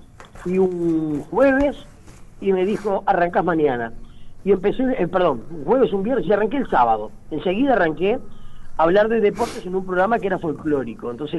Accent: Montevideo, Uruguay; soy de Montevideo.

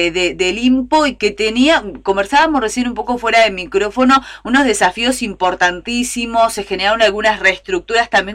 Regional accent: Canelones, Uruguay

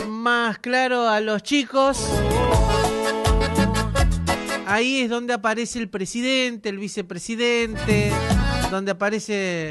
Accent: Uruguay; nuestra historia como uruguayos que somos, orientales también.

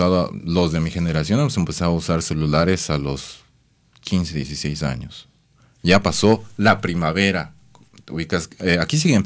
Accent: Bolivia; now in Uruguay; Yo salí de Bolivia hace un año exactamente.

